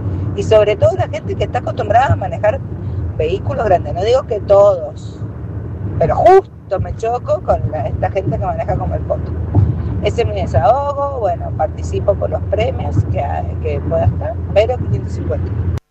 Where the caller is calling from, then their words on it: Maipú, Mendoza, Argentina; yo vivo en Maipú y me tengo que ir hasta Corralito, soy docente